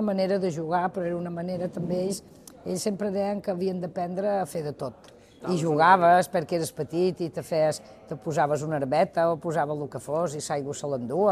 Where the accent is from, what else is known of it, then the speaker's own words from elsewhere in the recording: Mahón, Balearic Islands, Spain; born there; vaig néixer dia 6 de gener de 1960. Vaig néixer a Mahó junt amb un germà.